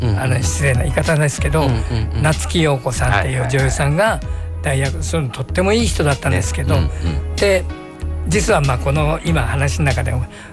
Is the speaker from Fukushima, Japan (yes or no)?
no; Osaka, Japan; 大阪出身なんですけど。